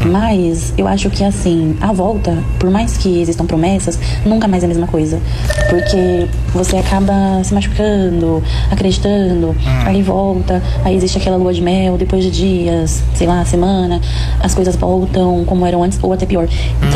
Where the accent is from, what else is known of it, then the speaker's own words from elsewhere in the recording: São Paulo, Brazil; sou da Zona Leste de São Paulo.